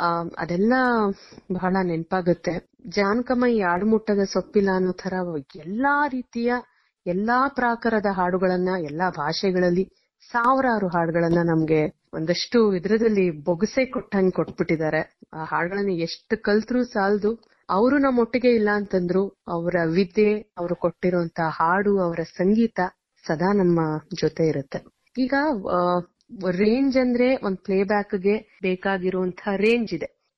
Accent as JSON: {"language": "Kannada", "town": "Mysuru", "region": "Karnataka", "country": "India", "said": "ನಿಮ್ಗೆಲ್ಲರಿಗೂ ಗೊತ್ತಿರೋ ಹಾಗೆ ನಾನು ಮೈಸೂರಿನವಳು."}